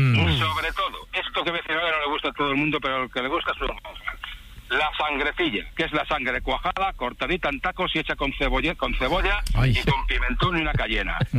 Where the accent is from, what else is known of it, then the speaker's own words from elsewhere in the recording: Valladolid, Castile and León, Spain; Yo soy de Valladolid, Valladolid de capital, ¿vale? Generaciones.